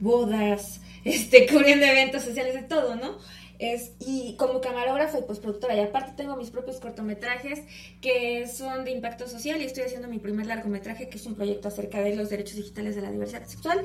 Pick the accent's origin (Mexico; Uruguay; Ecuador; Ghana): Mexico; Puebla; soy de clase baja trabajadora y soy poblana y vivo en Puebla